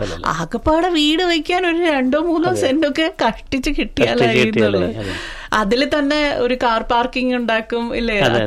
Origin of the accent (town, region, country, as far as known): Thiruvananthapuram, Kerala, India